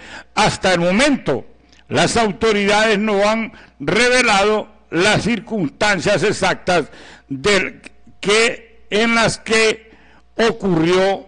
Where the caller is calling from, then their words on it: Río Dulce, Honduras; Y no vivo en Talanga, soy de Río Dulce. Mire, aquí en Río Dulce